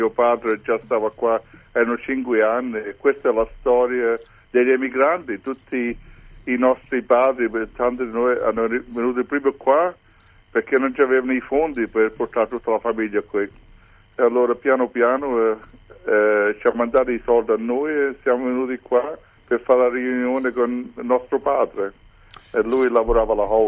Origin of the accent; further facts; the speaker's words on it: Campania, Italy; now in Australia; Straniero Monforte, provincia di Benevento, vicino a te.